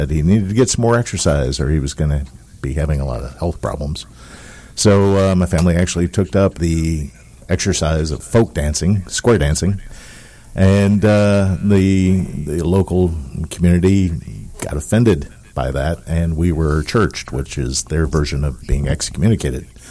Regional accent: Pearland, Texas, United States; also born or lived in Lubbock, Texas; I was born in Lubbock and grew up in the Houston area, mostly in Pearland. My family was members of the Southside Church of Christ in Houston, and my dad was a deacon in the Church of Christ in our little community.

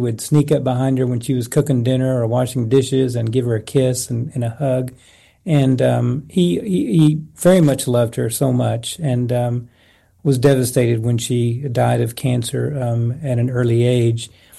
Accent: Texas, United States; now in Cameron, United States; So I grew up in East Texas and had a wonderful childhood. I was one of six children.

